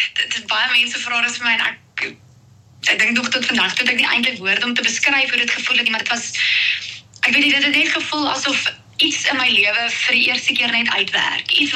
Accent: Klerksdorp, North West, South Africa; now in George, South Africa; So ek kom oorspronklik van Klerksdorp van Noordwes. Ek het in 2022 skies het ek hiernatoe getrek, George toe, om presies te wees.

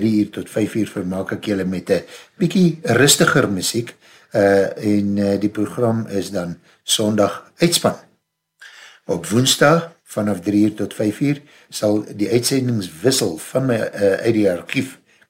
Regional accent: Kimberley, Northern Cape, South Africa; van Kimberley en ek saai uit op die stasie waar ons nie sag kook nie en waar ons jou deeg beweeg.

